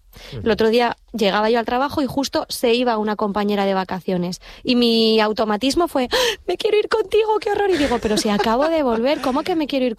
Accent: Madrid, Community of Madrid, Spain; now in Canary Islands, Spain; Yo vengo de Madrid, donde

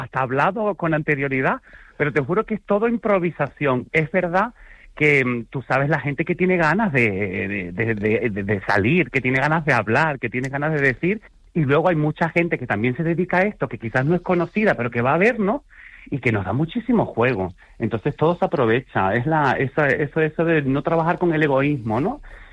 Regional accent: Canary Islands, Spain; tú sabes que el carácter del canario es así

